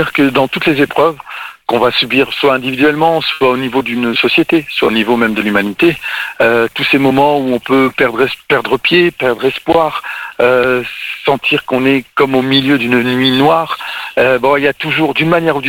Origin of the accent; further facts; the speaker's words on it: France; je suis né, j'ai grandi en France, c'est un pays magnifique